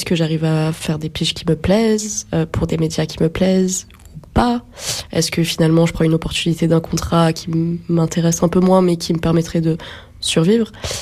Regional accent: France; now in Brussels, Belgium; je suis française et qui habite à Bruxelles. Donc moi, je veux en tout cas rester à Bruxelles.

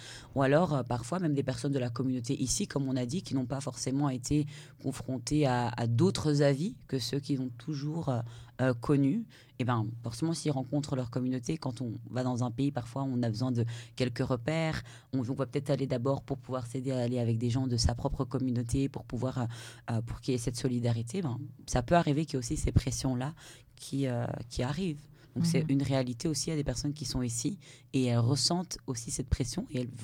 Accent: Belgium; Moi, par exemple, je suis née, j'ai grandi en Belgique.

